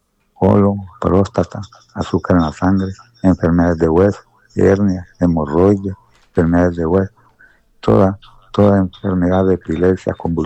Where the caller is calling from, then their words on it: Tegucigalpa, Francisco Morazán, Honduras; El barrio de la Cabaña, Tegucigalpa